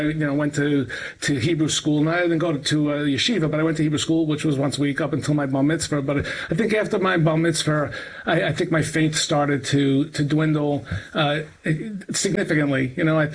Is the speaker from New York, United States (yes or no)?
yes; Brooklyn, New York, United States; born or raised there